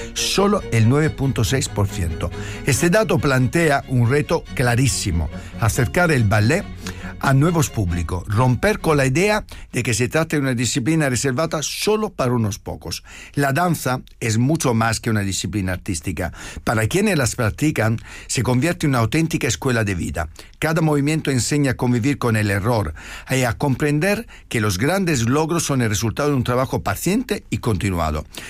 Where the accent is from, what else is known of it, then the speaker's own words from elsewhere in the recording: Francavilla Fontana, Apulia, Italy; now in Madrid, Spain; que además es de mi pueblo, de Francavilla Fontana. Así que hoy un programa de emociones, de pasión, y hasta con un paisano de mi pueblo que ha acabado como yo en Madrid.